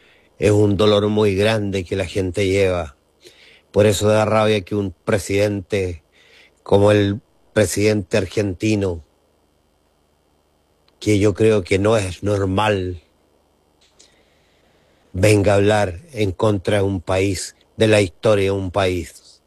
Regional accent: Chile; Porque somos chilenos. Somos chilenos, señores.

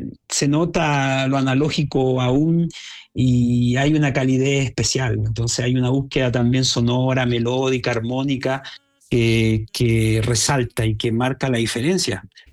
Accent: Chile; now in Mexico; para nosotros como chilenos nos sentimos bien orgullosos.

